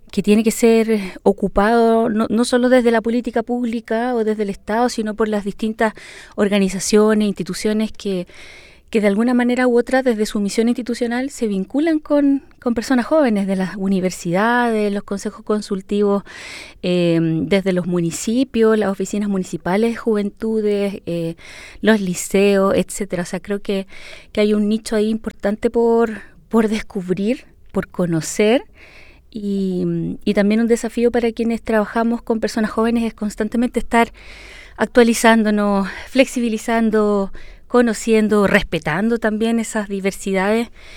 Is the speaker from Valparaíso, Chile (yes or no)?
yes; Valparaíso, Chile; soy trabajadora social de Valparaíso, originaria, estudié en la Universidad de Valparaíso